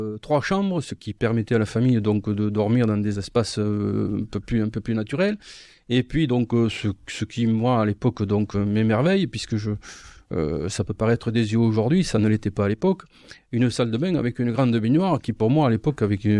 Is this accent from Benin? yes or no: no; Decazeville, Occitanie, France; Oui, parce que moi, je suis natif de la ville de Cazeville et je suis né donc sur le carreau de mine du puits numéro 1.